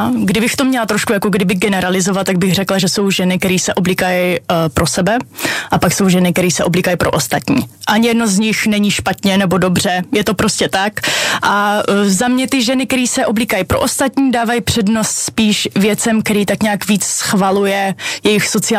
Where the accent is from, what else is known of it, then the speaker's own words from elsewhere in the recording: Brno, South Moravian Region, Czechia; jsem taková ženská z Brna.